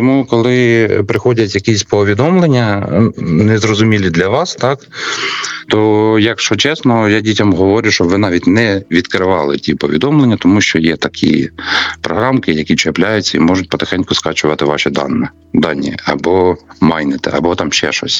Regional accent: Krasnokutsk district, Kharkiv Oblast, Ukraine; я родом із маленького села в 300 людей із Харківської області.

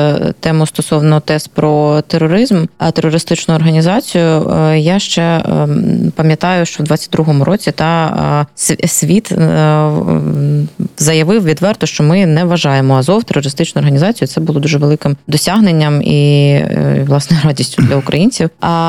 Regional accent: Luhansk Oblast, Ukraine; навіть коли я вчилася в школі, я родом з Луганщини

